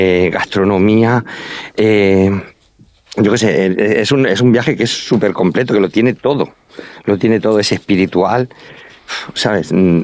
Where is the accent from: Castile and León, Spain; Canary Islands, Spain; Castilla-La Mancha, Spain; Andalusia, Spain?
Castilla-La Mancha, Spain; Santa Cruz de los Cáñamos; accent: Manchego; now in Albacete, Spain